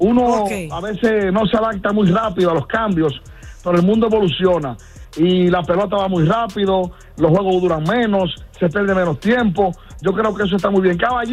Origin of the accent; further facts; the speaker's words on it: Dominican Republic; Yo como dominicano y latino parlante